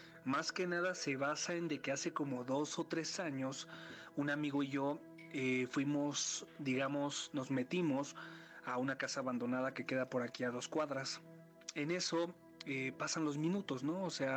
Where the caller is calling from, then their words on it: Mexico City, Mexico; soy de la Ciudad de México. Les hablo aquí de la delegación Iztacalco.